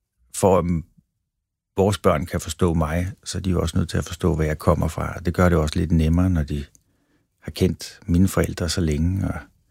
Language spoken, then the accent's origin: Danish; Valby, Capital Region of Denmark, Denmark; vi havde sådan en plads i Valby, faktisk lige over for spinderiet, hvor jeg voksede op.